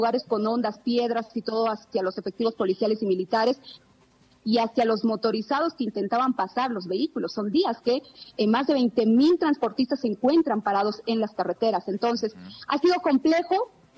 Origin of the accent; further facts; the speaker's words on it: Bolivia; Un saludo desde Bolivia.